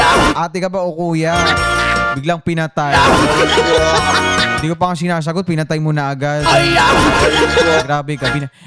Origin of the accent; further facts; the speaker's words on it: Palapag, Eastern Visayas, Philippines; moved away; Nung umuwi ako sa Palapag